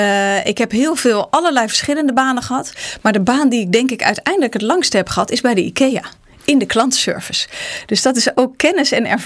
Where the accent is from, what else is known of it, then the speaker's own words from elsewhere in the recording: Delft, South Holland, Netherlands; Ik ben in Delft geboren. En ik heb ook altijd in mijn jeugd in een sociale huurwoning gewoond.